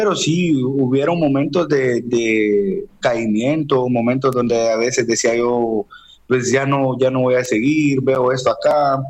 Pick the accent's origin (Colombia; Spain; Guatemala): Guatemala; Zacapa; Yo soy originario de Zacapa, de aquí de Guatemala.